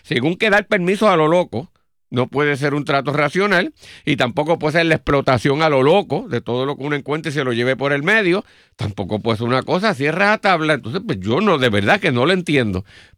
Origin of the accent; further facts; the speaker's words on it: Puerto Rico; nosotros estamos desapareciendo como los puertorriqueños en este país.